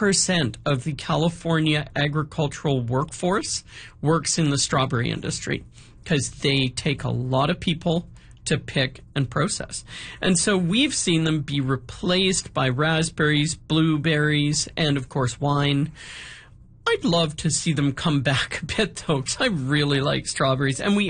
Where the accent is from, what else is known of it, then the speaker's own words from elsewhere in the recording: British Columbia, Canada; Even my hometown on the Sunshine Coast had a strawberry jam factory.